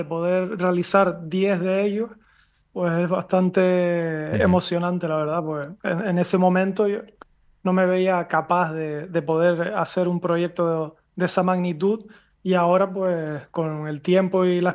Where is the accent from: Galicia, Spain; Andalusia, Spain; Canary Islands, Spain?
Canary Islands, Spain; La Orotava; Yo soy de aquí de La Orotava y la verdad que es un orgullo poder hacer algo para mi municipio.